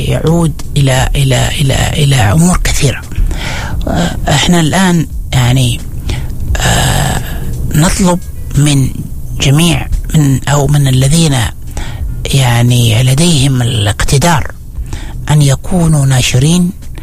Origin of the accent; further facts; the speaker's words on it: Oman; إحنا عندنا في عمان